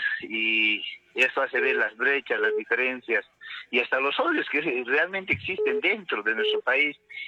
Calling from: San Jerónimo, Cusco, Peru; yo soy cusqueño, jeronimiano

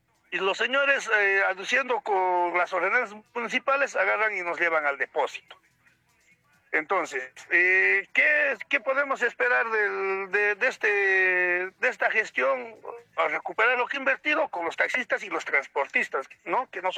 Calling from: Cusco, Peru; ¿Y qué hacemos como peruanos, como ciudadanos, como cusqueños?

